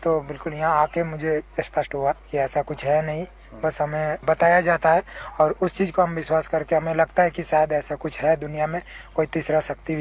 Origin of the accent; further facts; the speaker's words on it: Chaibasa, Jharkhand, India; मैं पश्चिम सिंहभूम चाईबासा से हूँ।